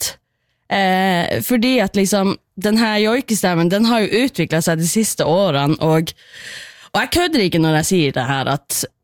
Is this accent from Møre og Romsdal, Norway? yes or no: no; Karasjok, Finnmark, Norway; jeg vokste opp i Karasjok